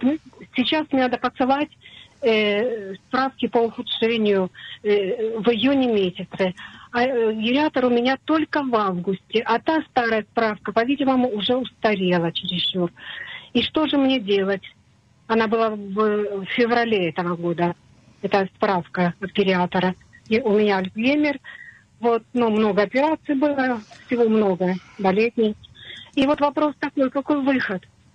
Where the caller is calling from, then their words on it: Tel Aviv, Tel Aviv District, Israel; из Тель-Авива. Мне 78 лет.